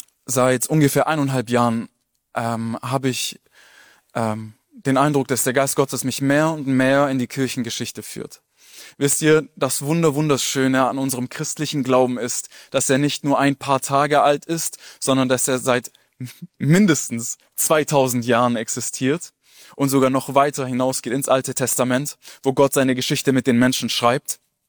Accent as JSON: {"language": "German", "town": "Filderstadt", "region": "Baden-Württemberg", "country": "Germany", "said": "Also ich komme aus Filderstadt. Ich komme gleich hier aus der Nähe."}